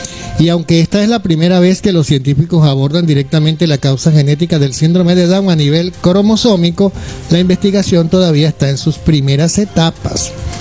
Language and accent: Spanish; Venezuela; de nuestra cultura, de nuestra gentilicio como ciudadanos venezolanos